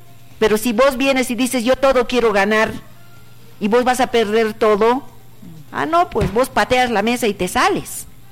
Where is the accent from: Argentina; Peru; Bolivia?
Bolivia